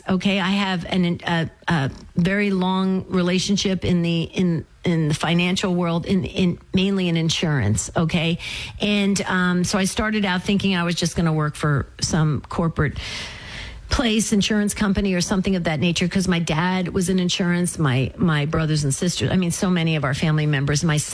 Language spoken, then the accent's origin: English; New Jersey, United States; born or raised there; moved away as an adult; now in Arizona, United States